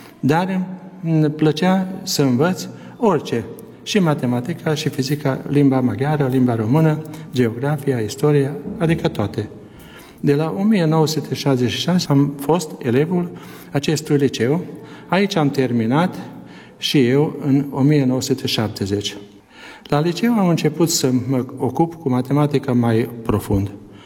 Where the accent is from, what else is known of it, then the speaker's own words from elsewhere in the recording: Pusztaottlaka, Békés, Hungary; Anii copilăriei am petrecut la Otla Capustă, e un sat mic, mai de mult cu mulți locuitori români. Acum nu prea sunt români în sat. Acolo am umblat la școala generală din 1958 până la 1966. Am locuit la Sălaș